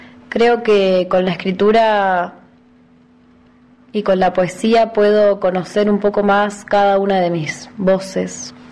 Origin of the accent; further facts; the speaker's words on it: Neuquén, Argentina; tengo 26 años y vivo en Neuquén de toda mi vida. Soy psicóloga